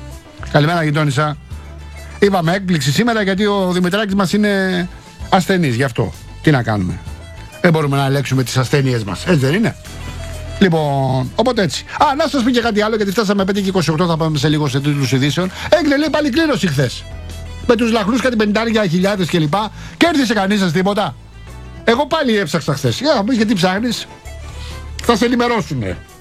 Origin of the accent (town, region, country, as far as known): Greece